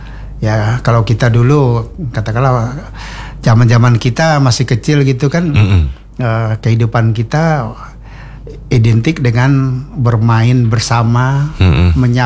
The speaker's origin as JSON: {"language": "Indonesian", "town": "Sintang", "region": "West Kalimantan", "country": "Indonesia", "said": "kita orang Melayu, orang Dayak gitu kan. Kita bilang, kalau di kami Sintang itu Bang, dulu gitu kan, saya juga dari keluarga, di tengah keluarga ada yang Melayu, ada atau bilang agama Islam, tapi dia Melayu dia."}